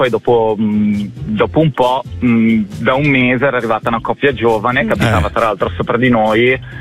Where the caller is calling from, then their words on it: Genoa, Liguria, Italy; Io sono di Genova.